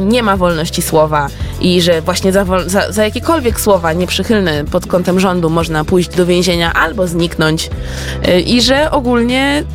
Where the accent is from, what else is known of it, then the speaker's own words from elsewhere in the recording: Warsaw, Masovian Voivodeship, Poland; a ja jako warszawianka powinnam coś powiedzieć